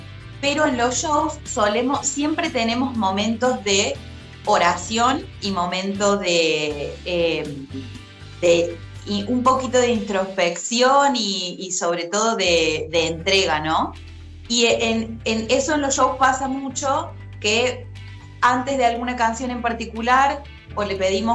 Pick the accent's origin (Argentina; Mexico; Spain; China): Argentina; Alejandro Roca, Córdoba; Yo soy de Alejandro Roca, un pueblito que está a 80 kilómetros de Río Cuarto. Estoy a una horita de viaje. Y yo crecí acá en mi Alejandro amado, en la parroquia Nuestra Señora de la Asunción.